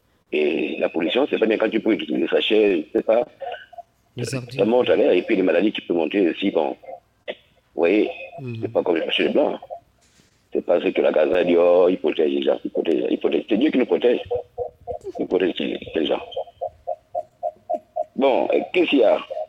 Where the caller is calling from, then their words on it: Libreville, Estuaire, Gabon; Ici, on est à Libreville. Heureusement que je suis à Bakota